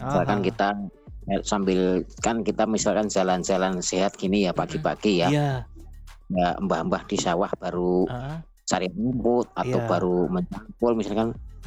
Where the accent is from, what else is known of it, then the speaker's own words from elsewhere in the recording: Indonesia; Apalagi kita sebagai orang Jawa tetap harus menjaga etika juga.